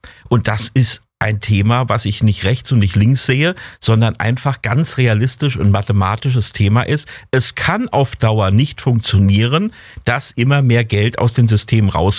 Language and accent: German; Germany; wo wir als Deutsche auch Vorteile haben